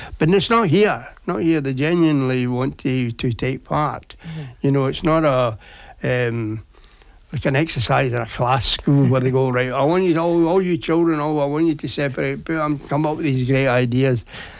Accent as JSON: {"language": "English", "region": "Scotland", "country": "United Kingdom", "lives_now": "Govan, United Kingdom", "said": "I think it's great to be, because I'm from Ayrshire, so living in Govan for a start is great."}